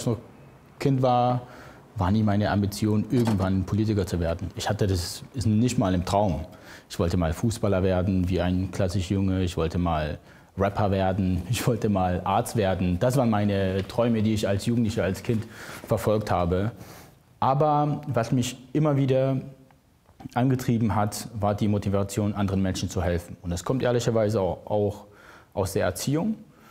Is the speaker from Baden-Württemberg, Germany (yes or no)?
no; Plauen, Saxony, Germany; also born or lived in Iraq; now in Dresden, Germany; Ich bin geboren im Irak, aufgewachsen im schönen Vogtland, in Plauen.